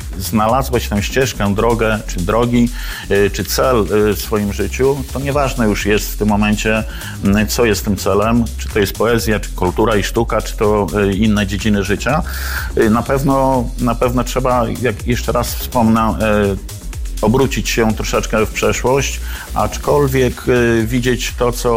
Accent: Białystok, Podlaskie Voivodeship, Poland; moved away as an adult; jestem z Białegostoku, więc troszeczkę miałem dłuższą drogę

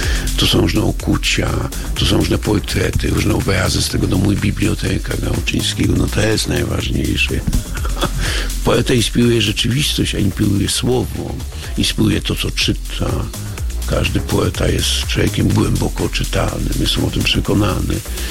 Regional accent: Sopot, Pomeranian Voivodeship, Poland; Ponieważ jestem z Sopotu

